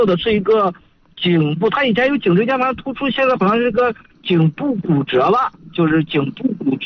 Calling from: Yuncheng, Shanxi, China; 就是运城盐湖区的。

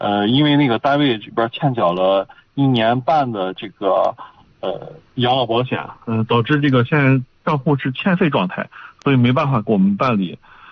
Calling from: Yuncheng, Shanxi, China; 我是咱们盐湖区人。

